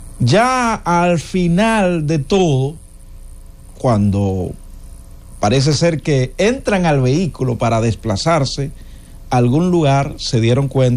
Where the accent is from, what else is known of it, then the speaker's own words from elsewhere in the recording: Villa Altagracia, San Cristóbal, Dominican Republic; born there; en mi pueblo, Villa Altagracia